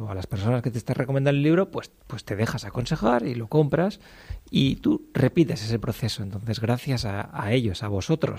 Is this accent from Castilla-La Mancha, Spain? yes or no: no; La Rioja, Spain; also born or lived in Zaragoza; now in San Sebastián, Spain; Yo vengo de un pueblecito de La Rioja